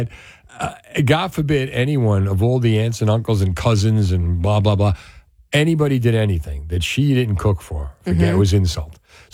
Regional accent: New Jersey, United States; Oh, I am from North Jersey

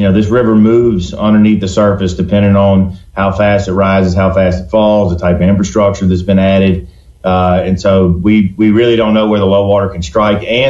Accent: Vicksburg, Mississippi, United States; we're both here in Vicksburg working underneath kind of a larger umbrella of my family's business. So it's been a lot of fun to do it together and be here in my hometown.

